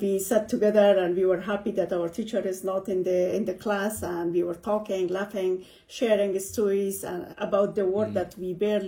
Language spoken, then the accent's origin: English; Kabul, Afghanistan; moved away; I was born in Kabul city and I lived in different parts of the city, mainly in Sharanao and also in Makrorayan later.